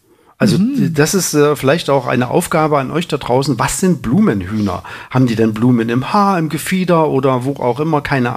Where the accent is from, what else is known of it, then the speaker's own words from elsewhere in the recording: Thuringia, Germany; ich komme ja aus Thüringen